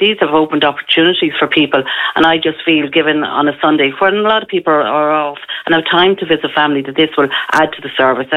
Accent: Athy, Leinster, Ireland; Shamrock Stores is... was an old shop when I was growing up in Atay, and a serve the local area there. Kildare County Council had acquired the property a number of years ago.

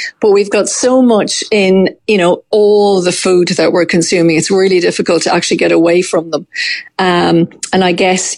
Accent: Ireland; as an Irish population

